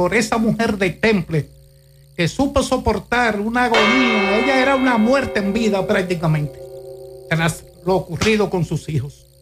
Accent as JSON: {"language": "Spanish", "region": "Espaillat", "country": "Dominican Republic", "tie": "born or raised there", "said": "su comunidad de El Pico, de donde yo soy oriundo"}